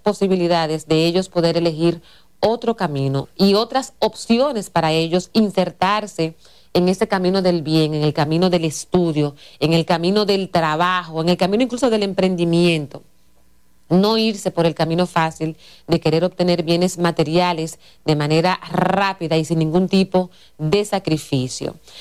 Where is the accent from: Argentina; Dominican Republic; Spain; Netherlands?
Dominican Republic; nosotros como dominicanos